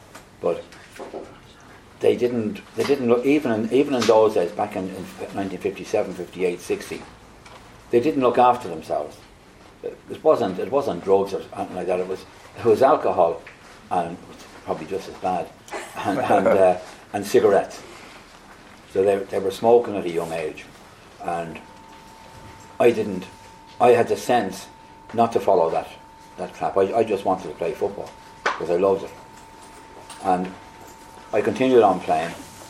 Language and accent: English; Dublin, Leinster, Ireland; I was born in Dublin